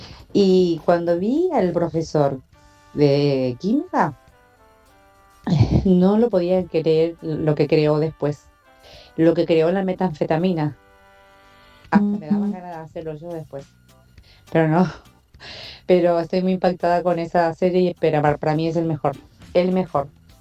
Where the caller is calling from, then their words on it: Wilde, Buenos Aires Province, Argentina; hablo de Wilde.